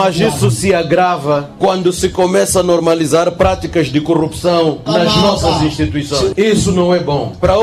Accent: Mozambique; entre nós, como moçambicanos

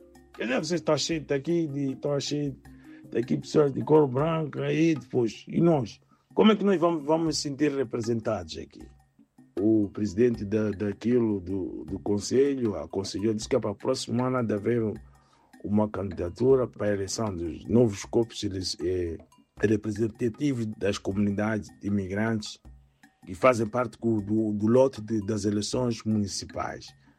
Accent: Mozambique; now in Germany

